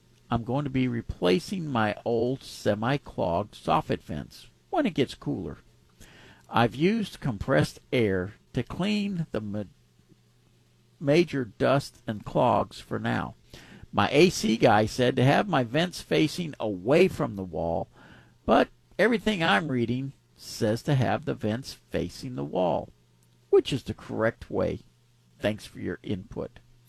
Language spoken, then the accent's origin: English; Pasadena, Texas, United States; born or raised there